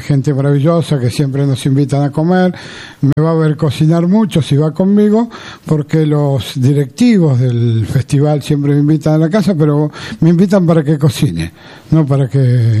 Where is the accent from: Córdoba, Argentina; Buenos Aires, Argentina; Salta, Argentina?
Buenos Aires, Argentina; born there; yo me pongo ahí porque soy el segundo, y mis dos hermanas nacimos todos aquí en Parque de los Patricios, en Capital Federal. Mi papá era un correntino de esos bravos